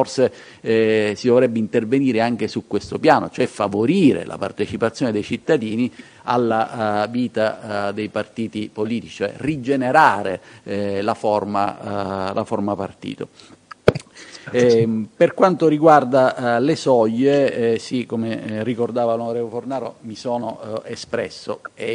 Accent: Sicily, Italy; Io provengo da una regione del sud, provengo dalla Sicilia

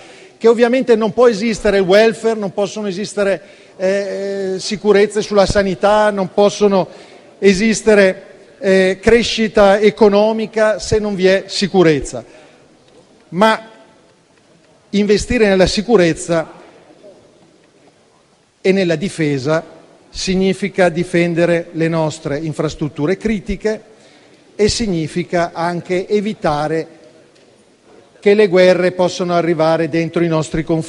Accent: Venice, Veneto, Italy

